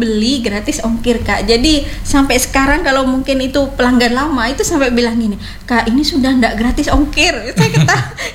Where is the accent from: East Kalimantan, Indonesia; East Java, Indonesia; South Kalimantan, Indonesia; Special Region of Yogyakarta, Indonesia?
East Java, Indonesia; Bondowoso; moved away as an adult; now in Kupang, Indonesia; Kita satu kota kak, dari Bondowoso, Jawa Timur.